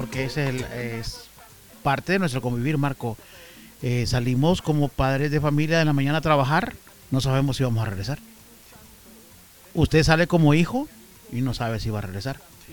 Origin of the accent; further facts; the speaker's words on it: Tegucigalpa, Francisco Morazán, Honduras; los que estamos tierra adentro somos nosotros, los de Tegucigalpa.